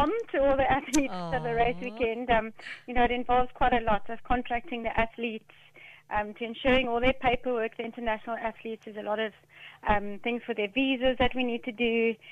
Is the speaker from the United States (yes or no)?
no; South Africa